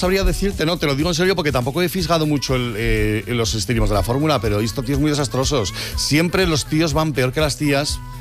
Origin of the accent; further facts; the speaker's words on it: Madrid, Community of Madrid, Spain; Yo soy madrileño, pero soy de madre aragonesa.